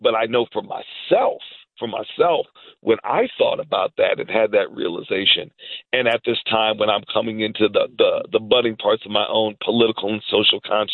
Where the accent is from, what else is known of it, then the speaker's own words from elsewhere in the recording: Plymouth, Massachusetts, United States; also born or lived in Chicago, United States; most of us were born in Chicago, and being the youngest, it was about a month after I was born that we moved all the way from Chicago, Illinois, you know, the city with the largest numbers-wise black population in the country, to Plymouth, Massachusetts.